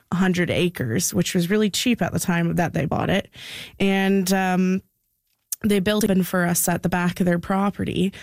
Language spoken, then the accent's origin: English; South River, Ontario, Canada